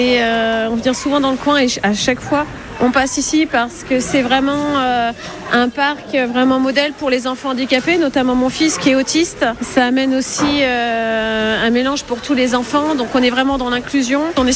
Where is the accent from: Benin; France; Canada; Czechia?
France; Aix-en-Provence, Provence-Alpes-Côte d'Azur; Nous, on est d'Aix-en-Provence et on vient souvent dans le coin